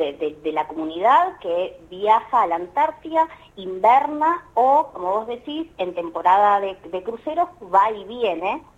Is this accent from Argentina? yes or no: yes; Tierra del Fuego, Argentina; Tanto yo como la licenciada Percara somos dos fueguinas que vivimos y conocemos también de qué se trata el aislamiento.